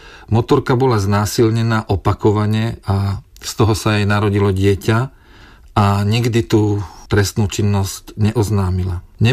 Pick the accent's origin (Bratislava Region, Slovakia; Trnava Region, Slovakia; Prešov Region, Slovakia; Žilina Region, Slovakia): Trnava Region, Slovakia; Voderady; moved away; Ja nikde netajím, že pochádzam zo západoslovenskej obce Voderady, ktorá sa nachádza 11 km južne od Trnavy